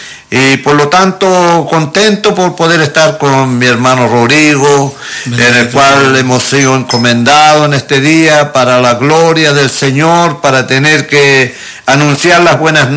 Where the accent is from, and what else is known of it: Chile; now in San José de la Mariquina, Chile